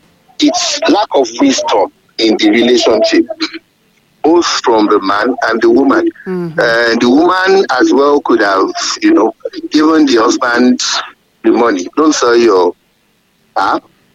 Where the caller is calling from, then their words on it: Ibadan, Oyo, Nigeria; I'm calling you from Ibadan.